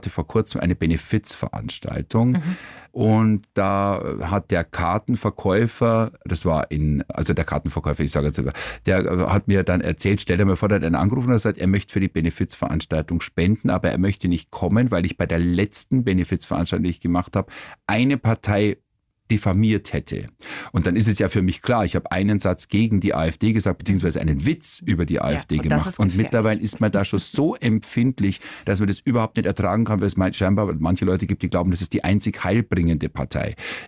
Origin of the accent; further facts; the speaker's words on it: Kaufbeuren, Bavaria, Germany; bin 66 geboren und ich hatte natürlich dann schon auch eben damals Schweizer Fernsehen bei uns im Allgäu in Kaufbeuren und österreichisch